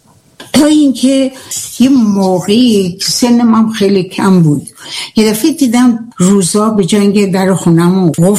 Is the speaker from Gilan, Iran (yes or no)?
yes; Lahijan, Gilan, Iran; من تو در سال 1319 در شهر لاهیجان دنیا اومدم.